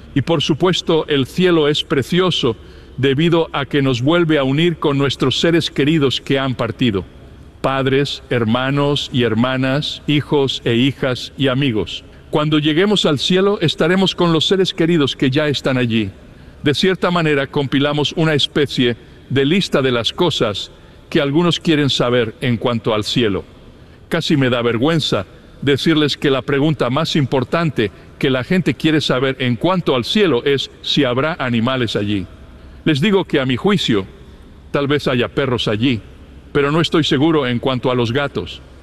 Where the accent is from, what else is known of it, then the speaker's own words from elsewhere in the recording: Toledo, Ohio, United States; born there; now in Southern California, United States; Nací en Toledo, Ohio, y vivo en el sur de California.